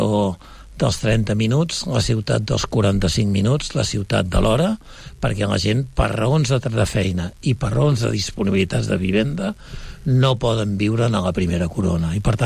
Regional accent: Sabadell, Catalonia, Spain; Els valors, diria, com a sabadellenc i també com a valors de família.

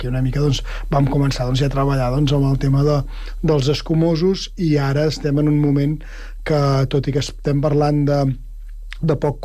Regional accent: Catalonia, Spain; nosaltres som del Penedès i el Penedès és terra de bombolles i les bombolles doncs, també tenen doncs, són mediterrànies

